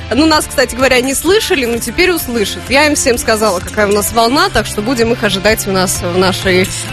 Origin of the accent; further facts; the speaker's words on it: Moscow, Russia; now in Orsk, Russia; москвичка.